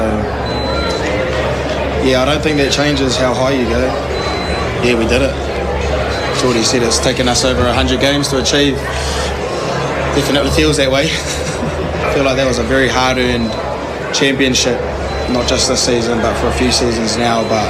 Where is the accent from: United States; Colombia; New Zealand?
New Zealand; Taranaki; We grew up in Taranaki, as everyone knows, which was part of the Hurricanes region until year 13, where we switched.